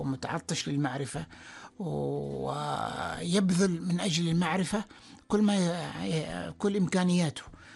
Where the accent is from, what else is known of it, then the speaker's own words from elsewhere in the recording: Oman; تعرف احنا عندنا في عمان مشكلة، ومشكلة تسويق ومنافذ التسويق